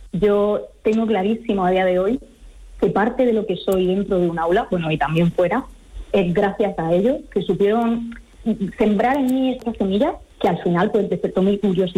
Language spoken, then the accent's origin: Spanish; Campos del Río, Region of Murcia, Spain; Mira, pues nosotros somos de Campos del Río, un pequeño pueblo de la región de Murcia, con mucho encanto.